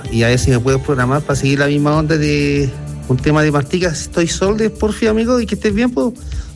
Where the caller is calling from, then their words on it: Calama, Antofagasta, Chile; de Calama, reportando sintonía por acá